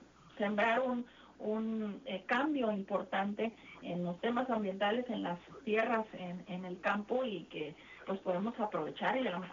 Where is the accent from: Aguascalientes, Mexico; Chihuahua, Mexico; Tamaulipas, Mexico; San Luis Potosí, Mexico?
Tamaulipas, Mexico; Tampico; born there; also born or lived in Reynosa, Tamaulipas; now in Ciudad Victoria, Mexico; yo soy originaria de Tampico, pero viví en Reynosa y ahora vivo en Tampico. Ahora vivo en Victoria. Soy como, dicen, como la India María, ni de aquí ni de allá. Pero bueno, soy tamaulipeca.